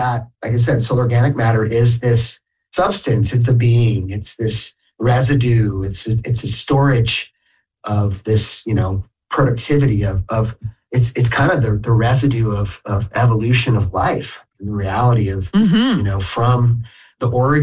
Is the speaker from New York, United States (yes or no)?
no; Chico, California, United States; even though growing up in Chico and growing up around kids whose parents were professors